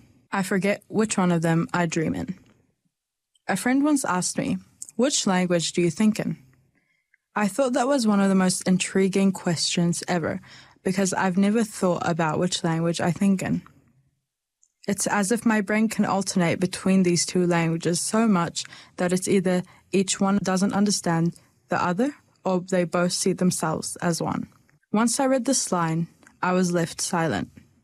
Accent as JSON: {"language": "English", "town": "Dunedin", "region": "Otago", "country": "New Zealand", "tie": "born or raised there", "also_born_or_lived": "Hebron, Palestine", "said": "I am originally from Hebron, which is in the West Bank in Palestine, and I go to Queens High School. And I was born and raised in Dunedin, although we have lived here and there in Palestine and Dunedin at different stages of my life."}